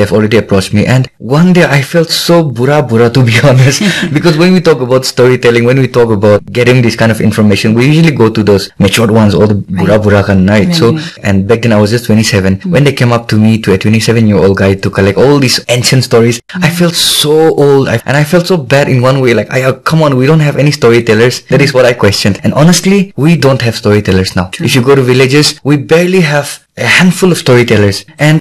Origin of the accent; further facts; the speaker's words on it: Kohima, Nagaland, India; as I grew up in Kohima with my grandparents